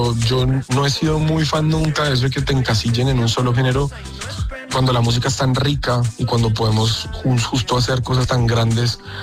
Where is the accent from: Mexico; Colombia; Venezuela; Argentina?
Colombia; nos abrimos a encontrarnos como colombianos. Nos pasa mucho, de hecho, en el exterior, que hablamos y entonces, pero tú no hablas paisa, y uno tiene que explicar a la gente y decirle, pero es que Colombia tiene una cantidad de acentos espectacular